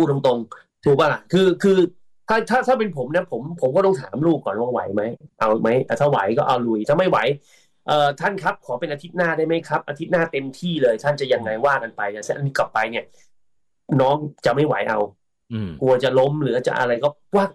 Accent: Bangkok, Thailand; คือเราเป็นคนกรุงเทพอ่ะ

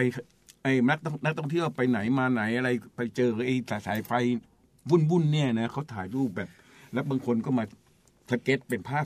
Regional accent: Lopburi, Thailand; moved away as an adult; now in Bangkok, Thailand; ฉันก็มาจากลพบุรีเนี่ย

